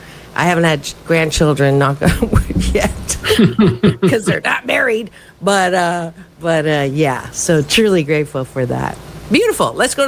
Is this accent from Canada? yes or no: yes; Canada; born there; I was born in Canada.